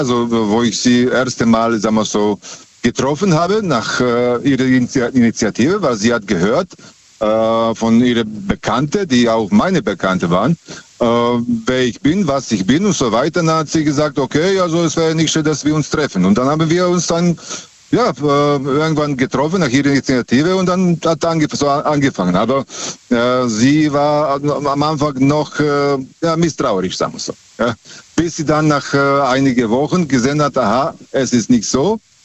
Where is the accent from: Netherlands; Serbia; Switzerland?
Serbia; ich komme aus Serbien, und ich habe damals am Busbahnhof gearbeitet